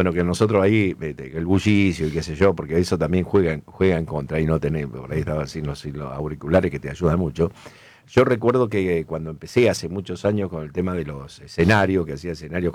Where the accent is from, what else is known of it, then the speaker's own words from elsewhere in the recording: Santa Fe, Argentina; como santafesino y como empresario.